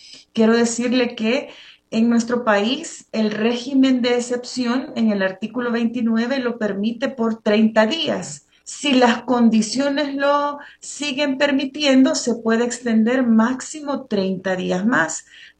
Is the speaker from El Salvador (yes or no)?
yes; El Salvador; moved away as an adult; now in Mexico